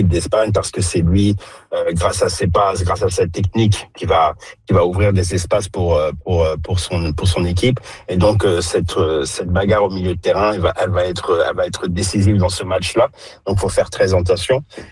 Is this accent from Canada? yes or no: no; France; étant donné que je suis français, bien sûr, j'aimerais bien voir un France-Argentine ou un France-Angleterre.